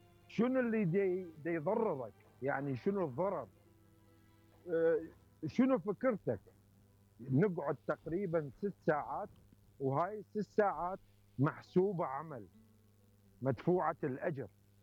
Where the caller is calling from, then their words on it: Germany; من ألمانيا.